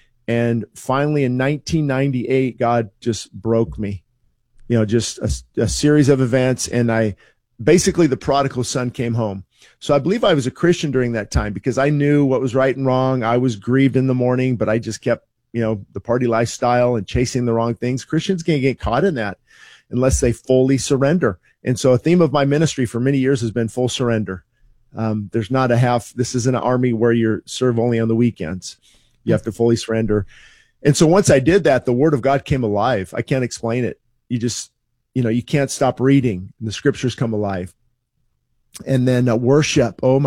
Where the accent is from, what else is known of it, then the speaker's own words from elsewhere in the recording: California, United States; I was born obviously here in Southern California and haven't moved